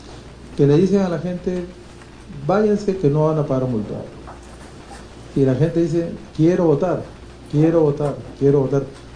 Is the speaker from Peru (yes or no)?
yes; Peru; No hablo como renovación, hablo como peruano.